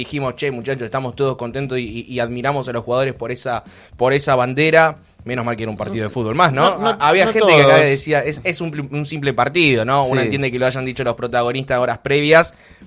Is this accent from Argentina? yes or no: yes; Argentina; Estamos muy mal acostumbrados los argentinos.